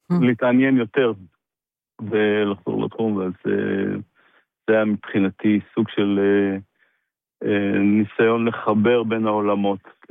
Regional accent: Ashdod, Southern District, Israel; moved away as an adult; אני גדלתי באשדוד עד גיל 20, ונשאר לי שם איזה מין חשבון פתוח.

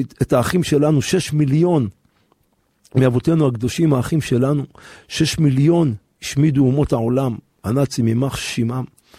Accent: Jerusalem, Jerusalem District, Israel; אני גדלתי בשכונת בוחרים, פה בירושלים, ברוך השם, והצופפתי בצילם של צדיקים.

